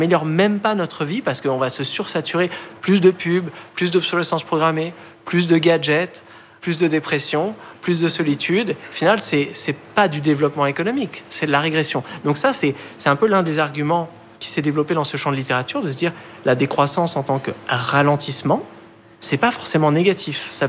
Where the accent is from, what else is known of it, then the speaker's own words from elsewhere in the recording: Bailly, Île-de-France, France; Oui, ça s'appelle Bailly, c'est un petit village de quelques milliers d'habitants, c'est quand même la campagne, c'est coincé entre les plaines de Versailles, dont un grand domaine agricole, et la forêt de Marly.